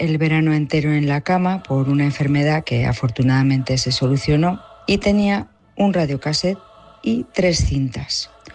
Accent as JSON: {"language": "Spanish", "town": "Santiuste", "country": "Spain"}